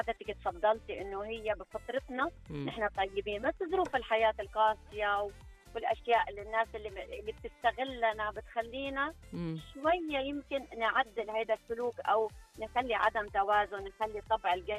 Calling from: Jeddah, Makkah Province, Saudi Arabia; أنا بكلمك من جدة.

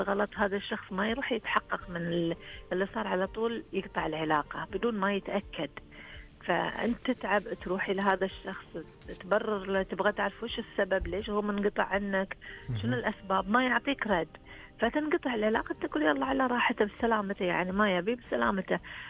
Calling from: Eastern Province, Saudi Arabia; عندنا في الشرقية

